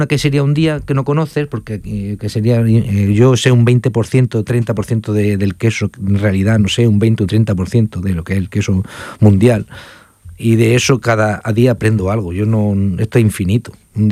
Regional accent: Granada, Andalusia, Spain; cosas que estamos en Granada, yo soy de Granada.

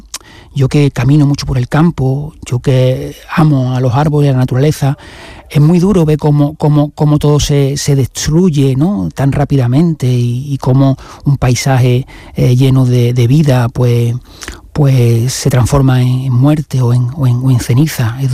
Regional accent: Gerena, Andalusia, Spain; a mi pueblo, a Gerena

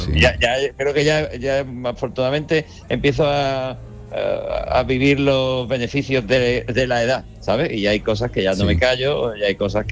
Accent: Andalusia, Spain; yo sé que muchas veces también me relajo y hablo más con mi acento natal y en fin, hay pequeñas confidencias que son normales, eso no se trae. Incluso cuando ya voy a Cádiz o San Fernando, pues todavía la vida es más todavía, ¿no?

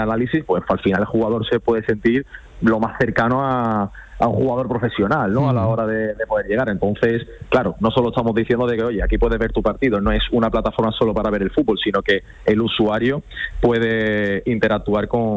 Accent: Andalusia, Spain

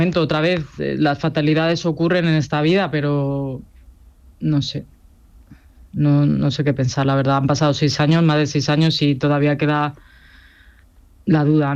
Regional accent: Getafe, Community of Madrid, Spain; nosotros somos de Getafe, nos hemos criado en Getafe.

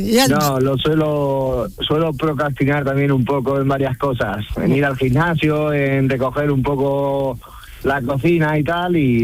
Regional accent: Almodóvar del Campo, Castilla-La Mancha, Spain; now in Seville, Spain; Yo soy de Castilla-La Mancha, de un pueblo de Ciudad Real, de Almodóvar del Campo.

